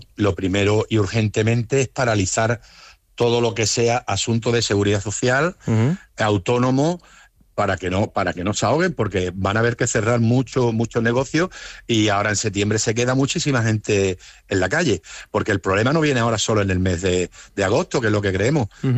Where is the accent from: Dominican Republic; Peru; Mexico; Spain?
Spain; Porque somos españoles, pero somos españoles de una calidad de primera. Ya quisieran muchos de las peninsulares ser de la calidad de españoles que somos nosotros, porque nosotros vamos a luchar por nuestra tierra.